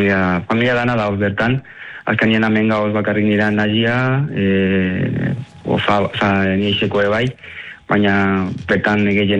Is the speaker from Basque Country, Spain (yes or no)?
yes; Lekeitio, Basque Country, Spain; born there; also born or lived in Paraguay; gu edu inginin Lekitxon, ondala pilo bat urte, ja, 18 urte hori